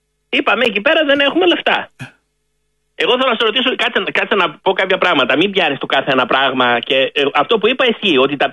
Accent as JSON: {"language": "Greek", "country": "Greece"}